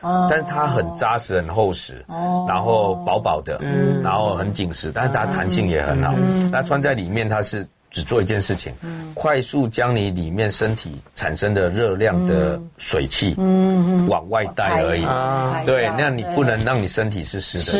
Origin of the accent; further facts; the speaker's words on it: Penghu County, Taiwan; 我们像我们澎湖人，我们澎湖有三个太阳